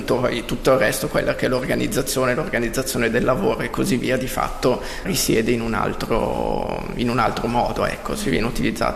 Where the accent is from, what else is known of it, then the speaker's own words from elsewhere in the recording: Piacenza, Emilia-Romagna, Italy; moved away as an adult; also born or lived in Como / Lugano; now in Switzerland; Io sono originario di Piacenza e ho iniziato appunto i miei studi musicali a Piacenza, dopodiché, finita la maturità al liceo, mi sono spostato a Como